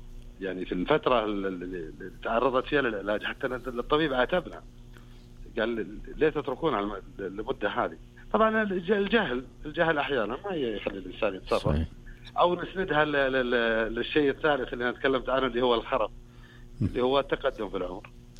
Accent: Bisha, Asir, Saudi Arabia; والله طال عمرك من بيشة.

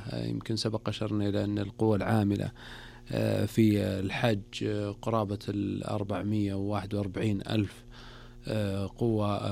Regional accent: Saudi Arabia; شكرا للمملكة، نحن كسعوديين متشرفين ومعتزين ورافعين رؤوسنا

